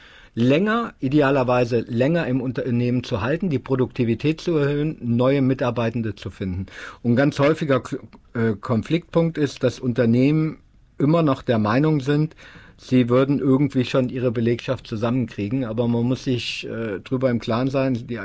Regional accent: Kassel, Hesse, Germany; ich bin ein Nordstadtkind, ich bin in der Nordstadt groß geworden

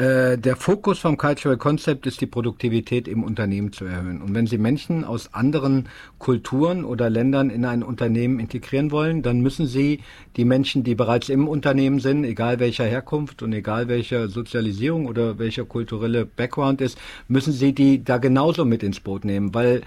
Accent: Kassel, Hesse, Germany; ich bin ein Nordstadtkind, ich bin in der Nordstadt groß geworden

